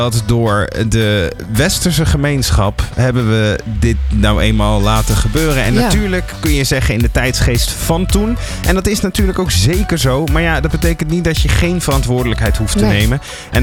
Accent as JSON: {"language": "Dutch", "region": "Friesland", "country": "Netherlands", "also_born_or_lived": "Groningen", "said": "Ik kom natuurlijk uit Friesland en in Groningen. En uit Groningen. Dat is een beetje een ingewikkeld verhaal. Maar het komt erop neer dat ik in beide provincies mij enorm thuis voel."}